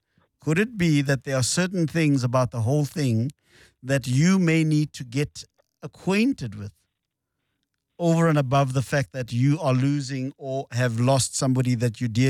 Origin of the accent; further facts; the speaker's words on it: South Africa; I would strongly advise you as a South African and who is employing somebody to go and check that relationship between yourself and your employee